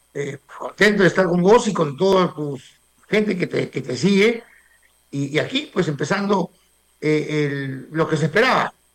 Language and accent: Spanish; Ica, Peru; en el sur, en mi tierra